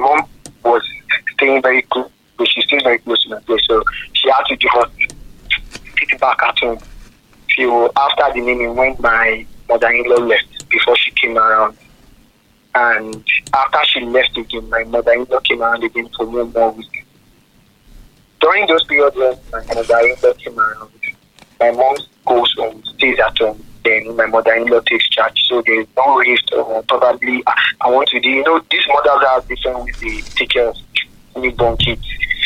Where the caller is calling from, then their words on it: Ibadan, Oyo, Nigeria; I'm calling from Makala Express.